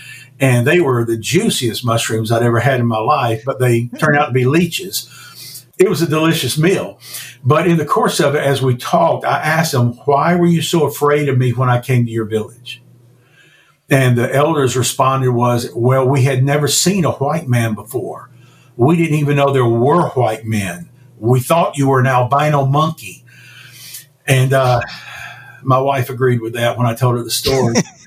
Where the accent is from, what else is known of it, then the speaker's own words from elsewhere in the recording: United States; being an American entrepreneur